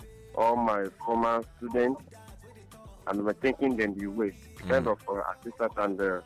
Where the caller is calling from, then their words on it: Olo, Nigeria; I'm calling from Olo